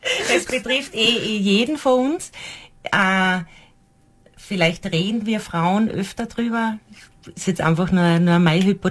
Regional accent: Admont, Styria, Austria; bin 38 Jahre alt, komme aus Admont

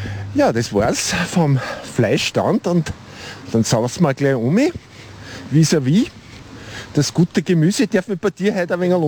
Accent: Upper Austria, Austria; ich komme aus Oberösterreich

